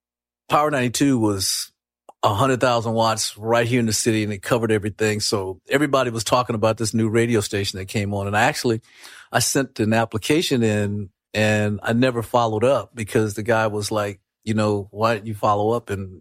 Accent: South Carolina, United States; and we're both from South Carolina, so we have something in common.

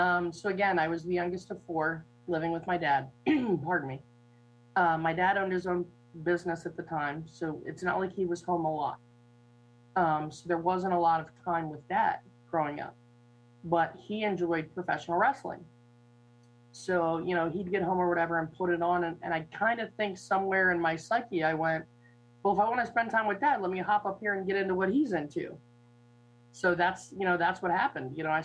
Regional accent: Abington, Pennsylvania, United States; I grew up in a suburb just outside of Philadelphia called Abington. Very small, middle-class, you know, suburban neighborhood.

